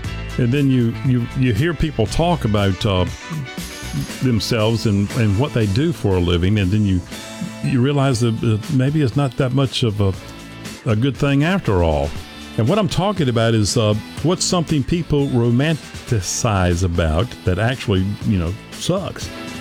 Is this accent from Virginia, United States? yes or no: yes; Norfolk, Virginia, United States; I grew up in Norfolk, which is not that far from the beach.